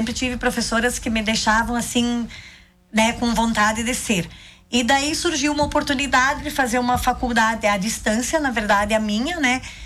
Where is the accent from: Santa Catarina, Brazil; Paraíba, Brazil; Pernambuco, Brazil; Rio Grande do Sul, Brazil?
Santa Catarina, Brazil; Ipumirim; eu nasci e me criei em Ipumirim.